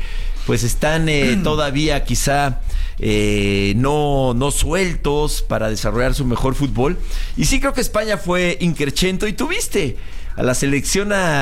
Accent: Mexico; born there; Pero yo nací en México.

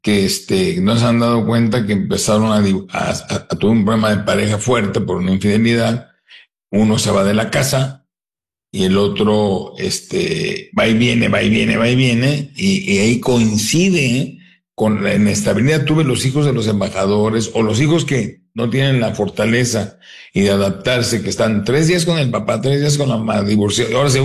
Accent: Tijuana, Baja California, Mexico; also born or lived in San Diego; Tijuana, San Diego, siempre viví de chico, ¿no?

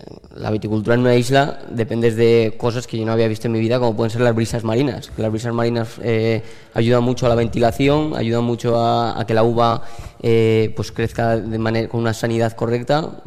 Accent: La Rioja, Spain; moved away as an adult; now in Mallorca, Spain; yo soy de La Rioja, soy riojano.

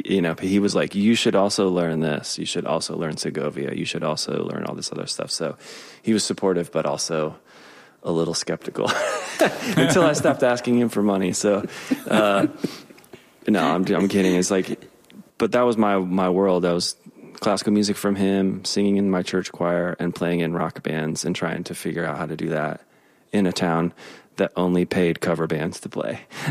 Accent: Indianapolis, Indiana, United States; I grew up in Indianapolis, Indiana, and lived there, went to school in Bloomington, studied music.

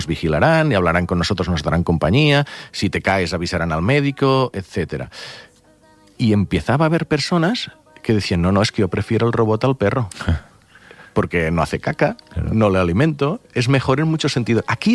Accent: Catalonia, Spain; mira que soy del Delta del Ebre, allí mosquitos, sí, cuando dejan de fumigar...

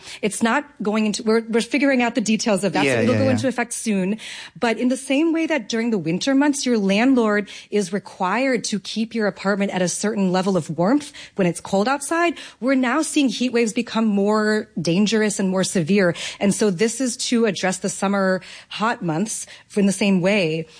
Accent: New York City, New York, United States; as a New Yorker

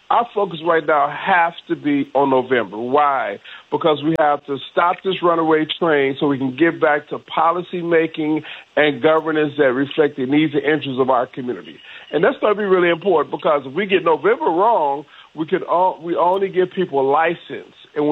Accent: Detroit, Michigan, United States; But quite frankly, I grew up in Detroit, Metro Detroit.

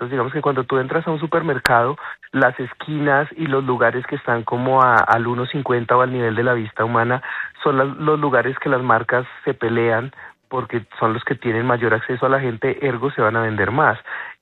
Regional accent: Guaviare, Colombia; yo vengo del Guaviare

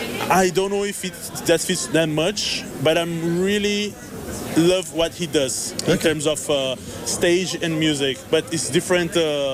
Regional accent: Brazil; because I'm from Brazil.

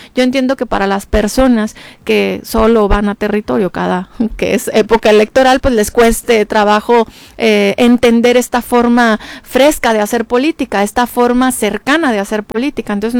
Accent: Mexico

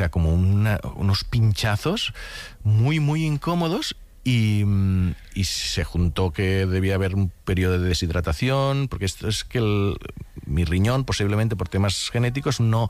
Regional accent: Catalonia, Spain; mira que soy del Delta del Ebre, allí mosquitos, sí.

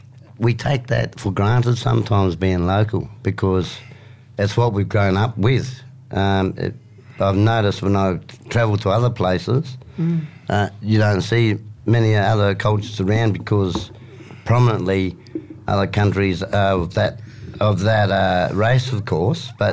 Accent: Australia; being on our own country, being Australian

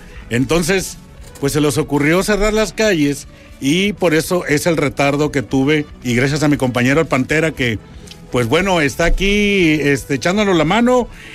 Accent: Acapulco, Guerrero, Mexico; moved away; Un tema de mi tierra de allá de Acapulco.

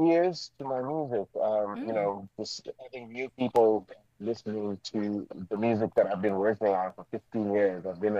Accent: Zimbabwe; my mother is from Mozambique, and I grew up in Zimbabwe as well.

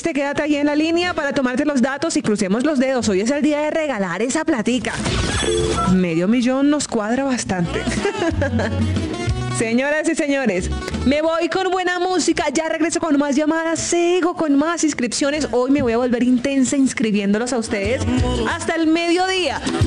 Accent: Barranquilla, Atlántico, Colombia; Barranquilla la Bella, mi tierra, mi casa. Somos coterráneas, paisanas.

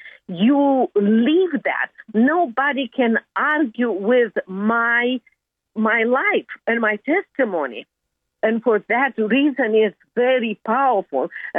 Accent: Romania; moved away as an adult; now in United States; I was a troublemaker in Romania.

